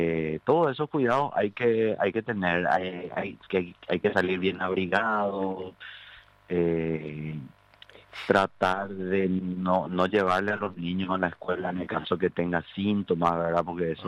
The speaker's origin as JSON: {"language": "Spanish", "country": "Paraguay", "said": "nosotros los paraguayos somos cachivacheros"}